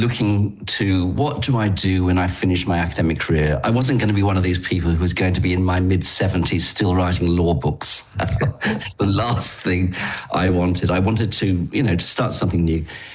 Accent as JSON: {"language": "English", "region": "England", "country": "United Kingdom", "moved": "as an adult", "lives_now": "Australia", "said": "the first thing I should say as soon as I open my mouth is I'm English by origin. And I'm very bad at languages, so I haven't really picked up any other accent. But I came out to Australia when I was 27 in 1986"}